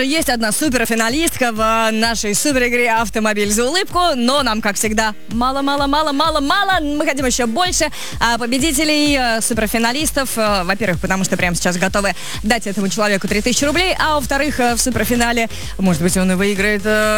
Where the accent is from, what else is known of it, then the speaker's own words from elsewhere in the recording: Kazan, Tatarstan, Russia; Но я действительно радуюсь, когда что-то хорошее происходит в моем родном городе Казани.